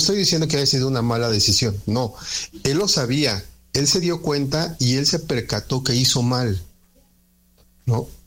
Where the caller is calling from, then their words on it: Mexico City, Mexico; soy de acá.